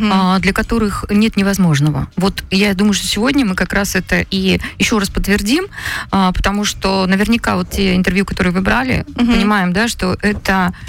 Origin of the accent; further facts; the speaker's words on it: Nefteyugansk, Khanty-Mansi Autonomous Okrug, Russia; я родилась в Нефтеюганске. Эта территория в Среднем Приобье единственная, отрезанная водой со всех сторон. Мы до 1984 года жили без мостов.